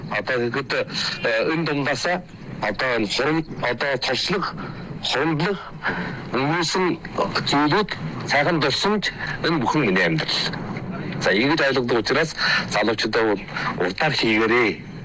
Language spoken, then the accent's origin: Mongolian; Hulunbuir, Inner Mongolia, China; манай сайхан нутаг Хүлэнбэрт